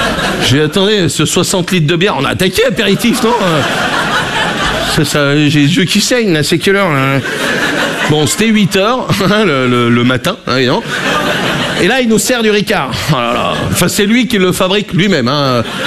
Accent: Brittany, France; Je suis breton, hein. Moi, j'ai été accepté en Bretagne.

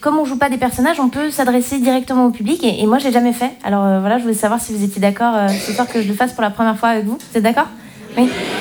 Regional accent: Switzerland; Moi je suis Suisse.

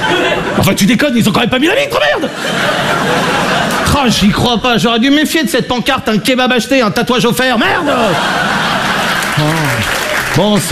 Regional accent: Brittany, France; je suis breton, j'ai 20 ans.

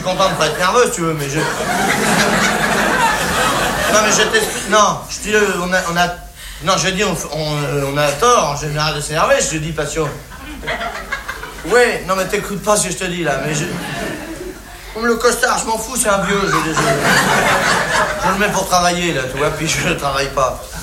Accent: France

